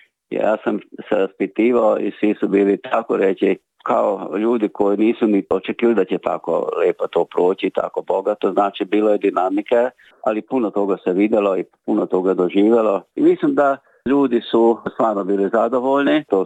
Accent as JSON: {"language": "Serbian", "country": "Hungary", "said": "otac Mihajlo je bio izuzetno ljubazan i jako sretan što smo mi kao Srbi iz Mađarske došli."}